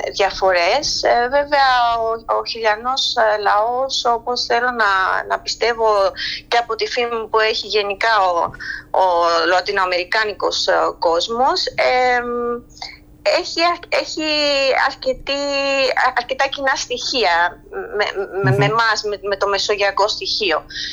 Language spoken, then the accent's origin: Greek; Rhodes, South Aegean, Greece; moved away as an adult; also born or lived in Florida, United States / Patras, Greece / Cardiff, United Kingdom; now in Santiago, Chile; Επιστρέψαμε μετά στην Ελλάδα, στη Ρόδο, όπως είπατε. Εκεί μεγάλωσα, εκεί τελείωσα το σχολείο